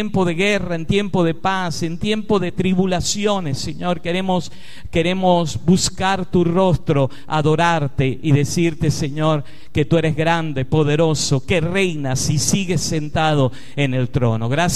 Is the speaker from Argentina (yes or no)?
no; Venezuela; aquellos que somos de Venezuela